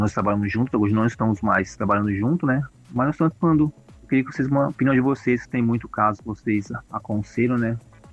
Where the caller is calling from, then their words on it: Brazil; Tenho 56 anos … sou de Ribeirão.